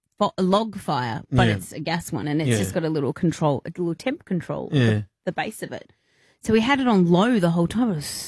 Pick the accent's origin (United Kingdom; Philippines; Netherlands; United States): United Kingdom; England; born there; I was born in England